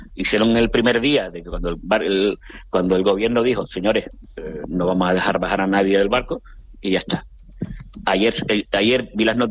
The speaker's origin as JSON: {"language": "Spanish", "region": "Canary Islands", "country": "Spain", "moved": "yes", "lives_now": "Cape Verde", "said": "Yo como canario me sentí"}